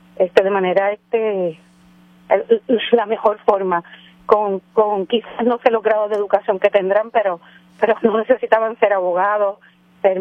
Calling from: Aguadilla, Puerto Rico; De Aguadilla.

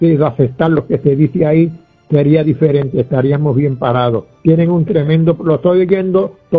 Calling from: Fajardo, Puerto Rico; de Fajardo.

